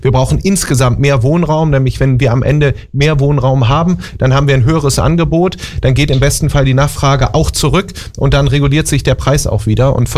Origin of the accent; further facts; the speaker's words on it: Hamburg, Germany; Ich bin an der Alster groß geworden im Alstertal. Von daher hängt mein Herz an der Alster.